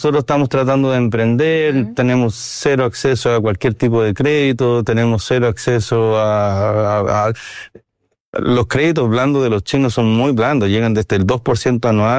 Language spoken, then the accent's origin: Spanish; Chile; moved away as an adult; now in Shanghai, China; Somos pro Chile. Yo soy bien nacionalista. A mí me toca Chile. Y no vivo en Chile hace 12 años.